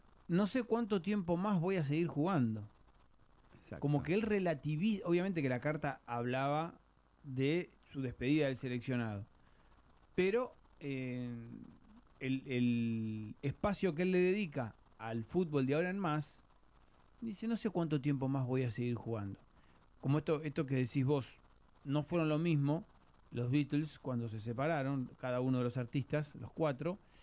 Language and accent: Spanish; Argentina